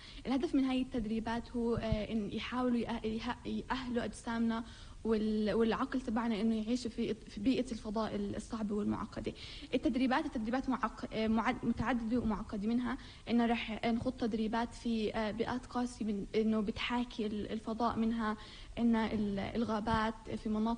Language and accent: Arabic; Jenin, West Bank, Palestine; أنا من جنين وعم أدرس في البوليتكنيك